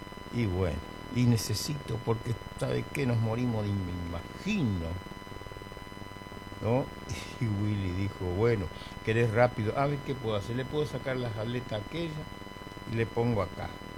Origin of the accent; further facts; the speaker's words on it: Presidencia de la Plaza, Chaco, Argentina; en 15 kilómetros de mi pueblo, Presidencia de la Plaza.